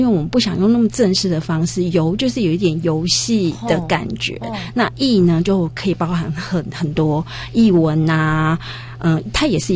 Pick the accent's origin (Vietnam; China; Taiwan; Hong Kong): Taiwan; Hualien County; now in Xinzhuang, Taiwan; 啊，我也不是哦，我是花莲人哦。我这以前我都会这样说，但是现在如果你问我，我会告诉你我是新庄人